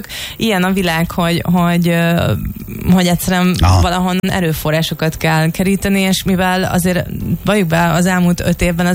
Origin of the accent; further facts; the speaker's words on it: Lake Balaton area, Hungary; én ugye Balatonon nőttem fel